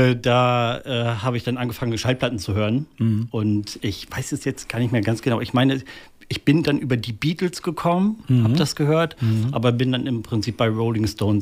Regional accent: Bramsche, Lower Saxony, Germany; born there; also born or lived in Bohmte; Ich bin in Bramsche geboren, bin in Achmar groß geworden.

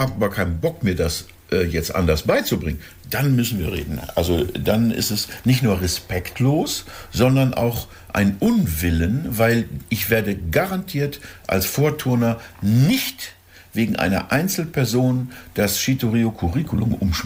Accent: Northern Germany, Germany; wir sind Norddeutsche

